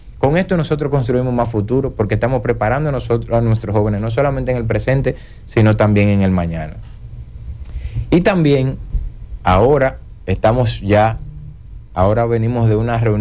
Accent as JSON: {"language": "Spanish", "country": "Dominican Republic", "said": "somos todos dominicanos."}